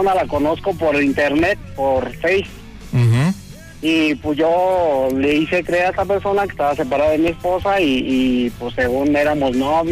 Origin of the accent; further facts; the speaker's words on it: State of Mexico, Mexico; now in Monterrey, Mexico; Somos del Estado de México, pero ya estamos en San Luis Potosí.